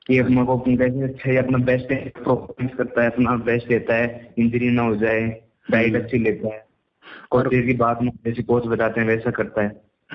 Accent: Jaipur, Rajasthan, India; Sir मैं जयपुर से हूँ।

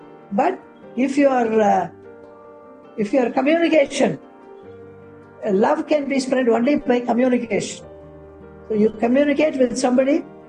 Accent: India; India is one word. My country. I love India. I am an Indian.

